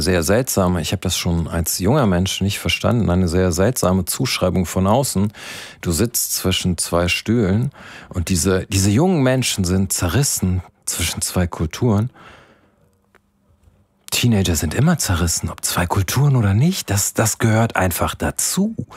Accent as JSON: {"language": "German", "region": "Rhineland", "country": "Germany", "said": "Wir sind halt Rheinländer."}